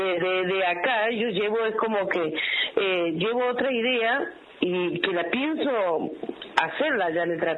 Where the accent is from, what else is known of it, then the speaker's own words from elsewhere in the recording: San Luis, Argentina; also born or lived in San Juan; Yo soy sanjuanina criada en San Luis